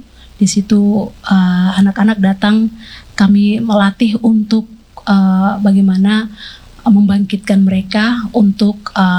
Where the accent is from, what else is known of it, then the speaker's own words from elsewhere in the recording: Papua, Indonesia; now in Sorong, Indonesia; kami sendiri ada di Papua. Mm-hmm. Dan kami juga adalah anak Papua.